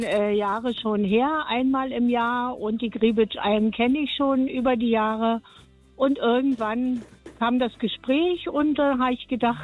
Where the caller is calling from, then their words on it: Brandenburg, Germany; Nein, ich bin hier und arbeite hier für 2 Monate und komme aus dem Spreewald.